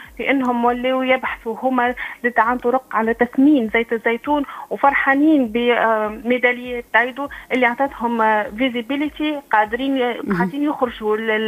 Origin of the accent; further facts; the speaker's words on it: Tunisia; نحن ذواقين التوينسة دارسين في الخارج، متحصلين على شهادات معترف بها من المجلس الدولي للزيتون، رجعنا لبلادنا